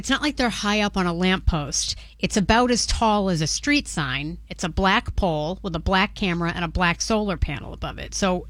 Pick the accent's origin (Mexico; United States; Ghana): United States; Swampscott, Massachusetts; my hometown, Swampscott.